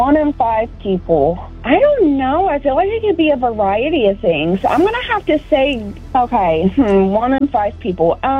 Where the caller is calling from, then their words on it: Lexington, Kentucky, United States; I'm from Kentucky, Lexington.